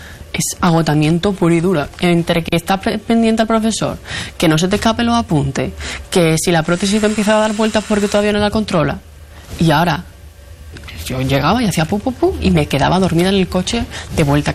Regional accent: Andalusia, Spain; nosotros somos de Andalucía

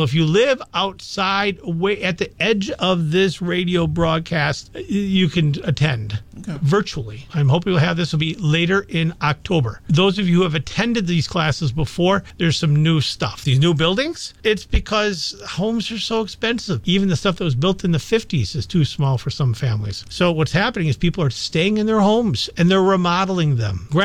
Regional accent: Wausau, Wisconsin, United States; I grew up in Wausau.

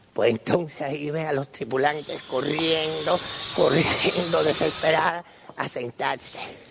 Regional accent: Pinar del Río, Cuba; born there; yo nací en Cuba, exactamente la ciudad de Pinar del Río

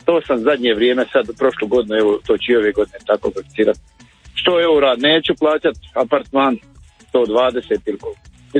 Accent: Rama, Federation of Bosnia and Herzegovina, Bosnia & Herzegovina; born there; moved away; Ja sam imao vodom iz Rame.

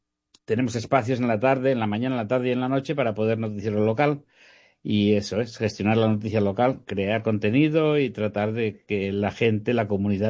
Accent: Catalonia, Spain; moved away as an adult; now in New Orleans, United States; soy español, catalán, exactamente

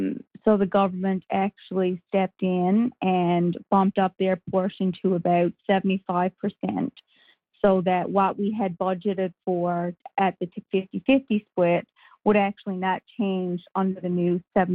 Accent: Bonavista, Newfoundland and Labrador, Canada; I was a little girl growing up in Bonavista.

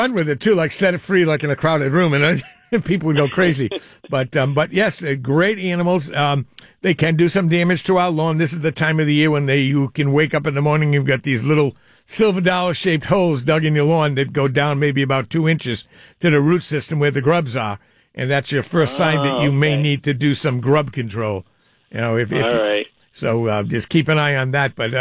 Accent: East Providence, Rhode Island, United States; here in my hometown of East Providence, they're building a lot of apartment buildings.

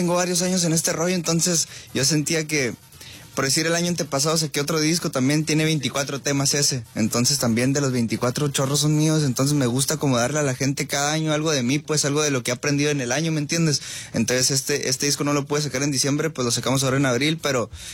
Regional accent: Cuauhtémoc, Chihuahua, Mexico; No, yo soy de Chihuahua. Ah, Chihuahua. Sí, de Cuauhtémoc, Chihuahua.

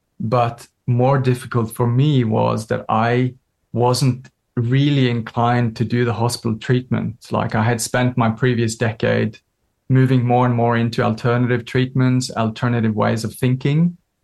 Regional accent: Norway; moved away as an adult; now in Australia; I'm from Norway, but have lived in Australia since 2002.

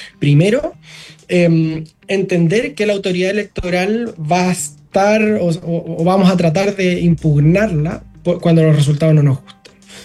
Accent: Chile; En Chile no tenemos esas particularidades tan fuertes.

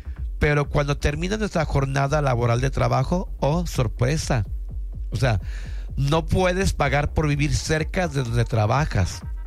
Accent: Mexico; now in Puerto Vallarta, Mexico; nosotros como mexicanos y como trabajadores locales cobramos en pesos.

